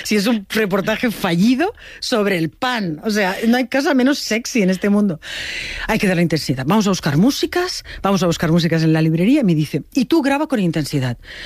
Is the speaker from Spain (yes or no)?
yes; Spain; pero yo quiero saber como ciudadana española cuál ha sido la historia económica del rey emérito